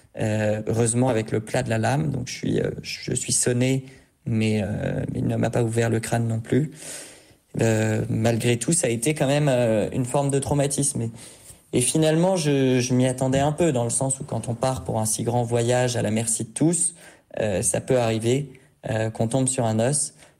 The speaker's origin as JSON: {"language": "French", "country": "France", "said": "Jamais je n'ai ouvert ma porte, chez moi en France, à un inconnu, en disant, vous êtes ici, chez vous."}